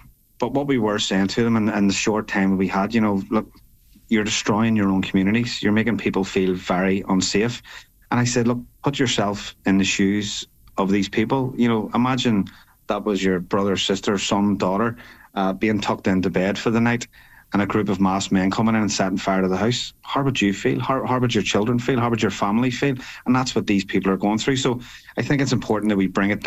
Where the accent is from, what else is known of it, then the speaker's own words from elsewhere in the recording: Belfast, Northern Ireland, United Kingdom; You know, I grew up in West Belfast, which is a nationalist area. And, you know, I grew up hearing stories of people in my own community who were burned out simply because of their religion.